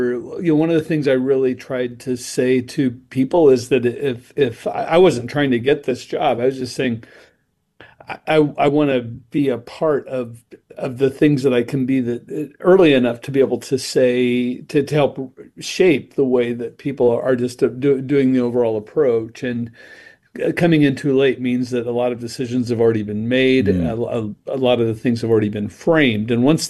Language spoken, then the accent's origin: English; Wichita, Kansas, United States; And I grew up in Wichita, and lots of readers in the 1970s when I was in school, mainly girls, fair or unfair, liked the books.